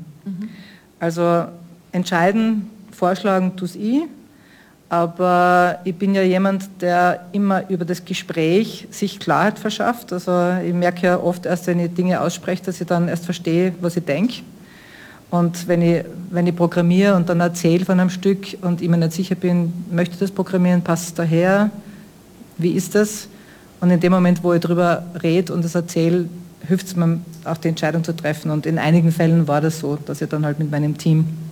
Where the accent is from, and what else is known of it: Schladming, Styria, Austria; born there; now in Vienna, Austria